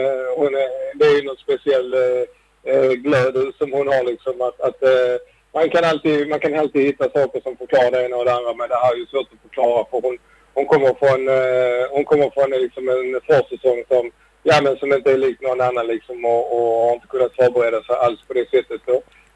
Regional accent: Sweden

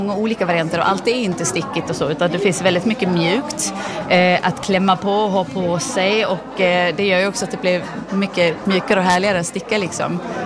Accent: Iceland; moved away; Jag kommer från Island där det finns en viss stickkultur.

